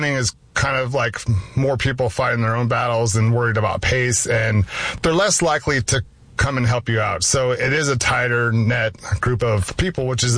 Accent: California, United States; I grew up a farmer in California, and you know, I worked 17-hour days in the fields. I loved it, and so I'm always like a country boy at heart

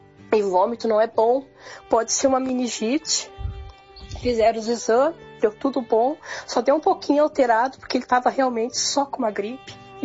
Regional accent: Alvorada, Rio Grande do Sul, Brazil; sou de Alvorada, Rio Grande do Sul.

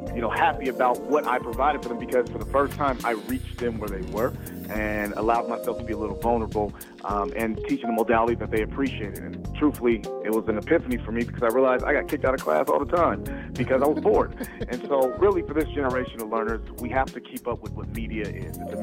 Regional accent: Los Angeles, California, United States; now in Fresno, United States; I'm from Los Angeles, California. Reside in Fresno, California.

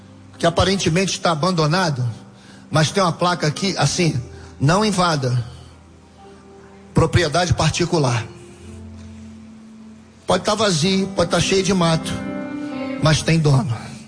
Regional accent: Nilópolis, Rio de Janeiro, Brazil; Quando eu era menino lá em Nilópolis, eu não nasci na Zona Sul, irmão.

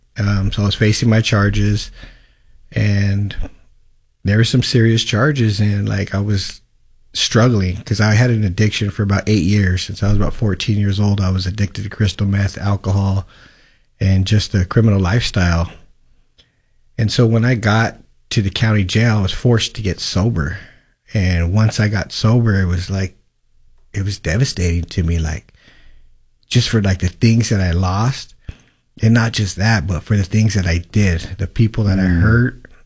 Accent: Colton, California, United States; I grew up in Colton, California, a small town north of here.

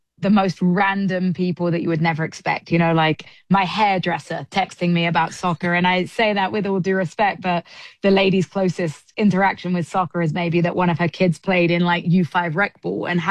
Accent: England, United Kingdom; now in Atlanta, United States; obviously I'm English, but I've lived in America long enough.

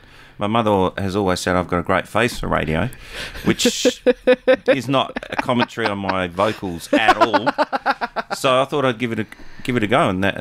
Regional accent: Australia; because I'm Aussie.

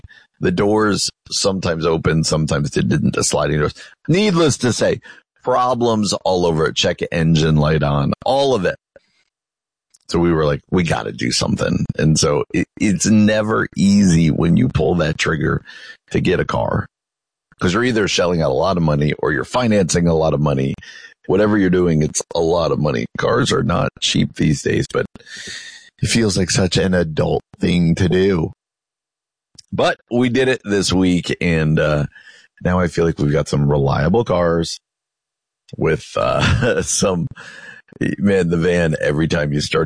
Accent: New Jersey, United States; I remember growing up in New Jersey, that's when we would go back to school the day or two after Labor Day.

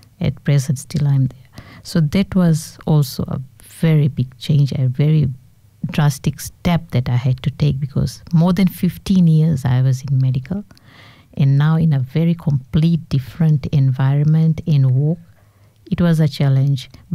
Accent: India; Actually, I'm an Indian.

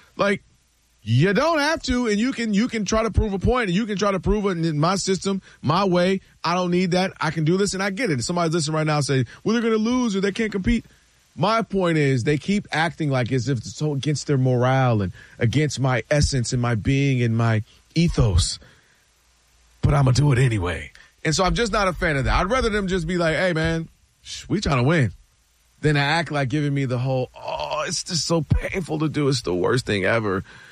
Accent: Ann Arbor, Michigan, United States; You know, go Blue. I'm born and raised in Ann Arbor.

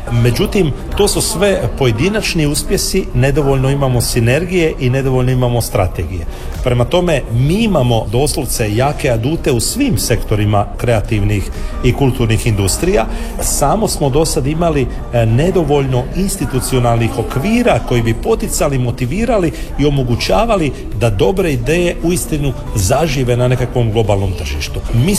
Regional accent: Croatia

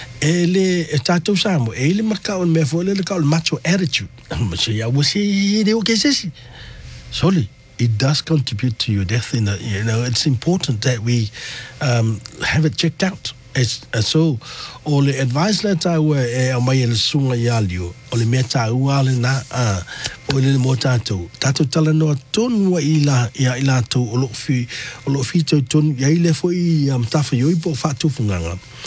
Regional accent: New Zealand; It's in our DNA as a Kiwi.

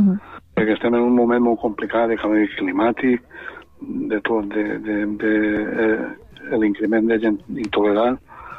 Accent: La Font de la Figuera, Valencian Community, Spain; perquè jo vaig néixer en Font la Figuera

